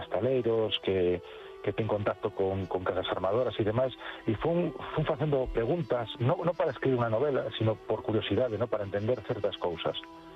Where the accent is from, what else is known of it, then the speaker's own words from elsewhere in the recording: Castile and León, Spain; now in Vigo, Spain; Eu son zamorano, aunque levo moitos anos ya por Galicia